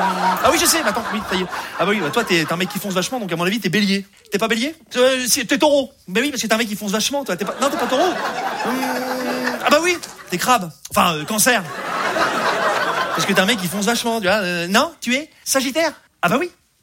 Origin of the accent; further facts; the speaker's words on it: Rouen, Normandy, France; je viens de Rouen, voilà, je vous le dis. Hein, je sais pas si vous connaissez un peu Rouen, c'est la Normandie, voilà.